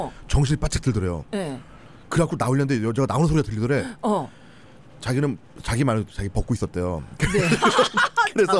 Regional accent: South Korea; 나는 한국 사람인 것만 기억해줘.

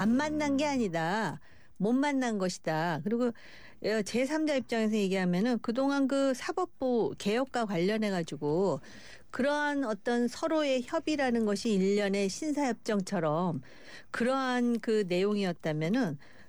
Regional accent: South Korea; 저도 한국인인데

